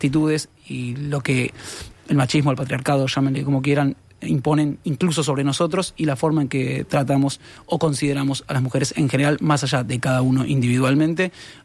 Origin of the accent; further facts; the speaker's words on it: Argentina; no es porque soy argentino